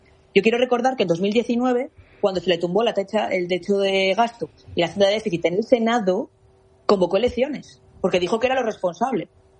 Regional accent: León, Castile and León, Spain; now in Madrid, Spain; Yo siempre estoy en mi tierra, voy todo lo que puedo. Es verdad que mis responsabilidades ahora me hacen estar mucho más en Madrid. Me gustaría más estar en León

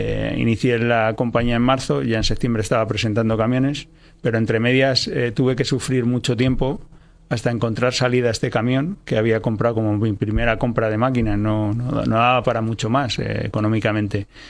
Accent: Spain; born there; moved away; also born or lived in Madrid

